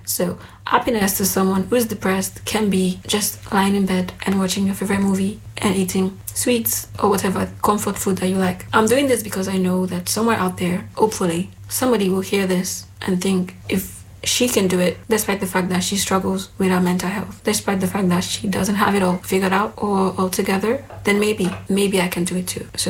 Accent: Nigeria; accent: Nigerian; moved away as an adult; also born or lived in Greece; now in Germany; I'm from Nigeria. I lived in Nigeria up until I was 18 years old, and then I moved to Greece. I lived in Greece for about 4 years, and I recently just moved to Germany.

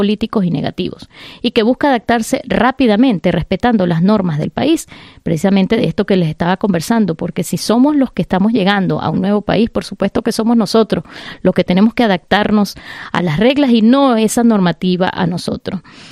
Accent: Venezuela; first language Spanish; moved away as an adult; now in Germany; la mayoría de los venezolanos que hacemos vida en este país

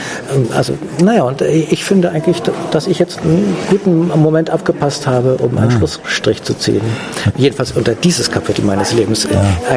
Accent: Schleswig-Holstein, Germany; Ich habe ein Haus mit Blick auf die Ostsee und also in meiner Heimat Ostholstein, da bin ich aufgewachsen.

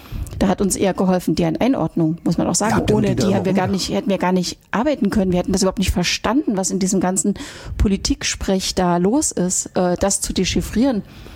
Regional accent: East Germany, Germany; Weil ich bin in der DDR aufgewachsen.

